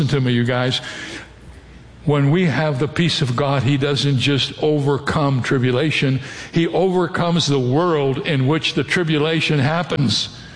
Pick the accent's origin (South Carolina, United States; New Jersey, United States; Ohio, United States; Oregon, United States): Ohio, United States; When I grew up in the Midwest, in Ohio, firecrackers were both legal and plentiful.